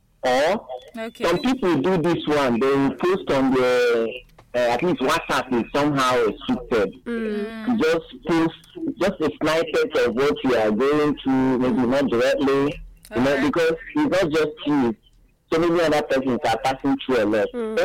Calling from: Madagascar; I'm calling you from Madagascar.

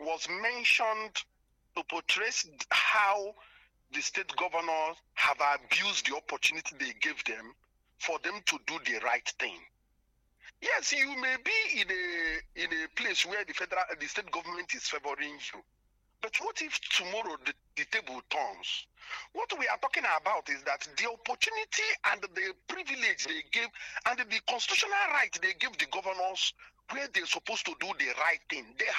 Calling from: Enugu, Enugu State, Nigeria; I come from Enugu.

